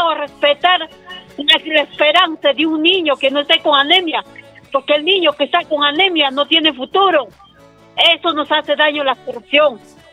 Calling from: Peru

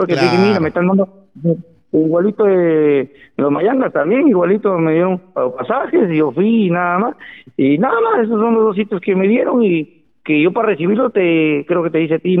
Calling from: Peru

